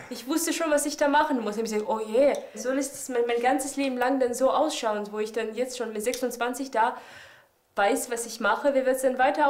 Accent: Lipetsk, Lipetsk Oblast, Russia; German is a second language; moved away as an adult; Meine Heimatstadt heißt Lipezk

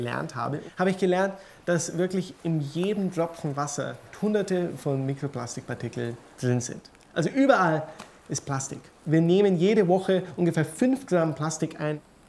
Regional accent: Munster, Ireland; Ich bin in West Cork in Irland aufgewachsen und das Leben hier ist total interessant. Nicht irgendwie städtlich, total off-grid, würden wir sagen. Scharfe Berge, richtig schönes Meer, windige Tage, regnerische Tage.

